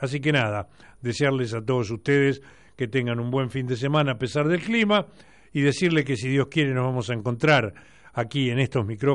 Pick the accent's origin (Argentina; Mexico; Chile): Argentina; esa movilización interna que hacemos los argentinos